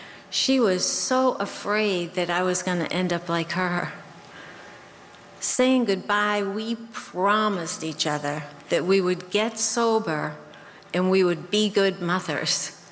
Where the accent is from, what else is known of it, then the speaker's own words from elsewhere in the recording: Melrose, Massachusetts, United States; And we grew up here in Melrose.